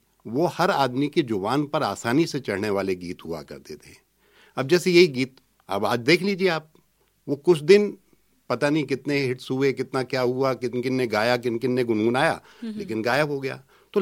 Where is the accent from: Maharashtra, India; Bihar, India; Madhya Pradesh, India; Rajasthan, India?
Madhya Pradesh, India; Shivpuri; मैं शिवपुरी से हूँ